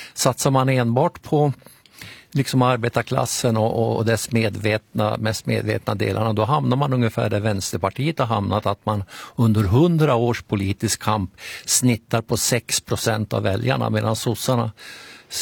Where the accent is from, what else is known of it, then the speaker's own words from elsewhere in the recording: Norrsundet, Gävleborg County, Sweden; moved away; hemma i Norrsundet var det också alla röstar på sossarna